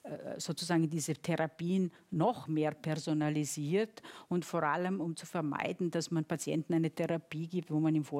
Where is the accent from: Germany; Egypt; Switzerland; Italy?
Italy; Also ich selber bin ja auch Italienerin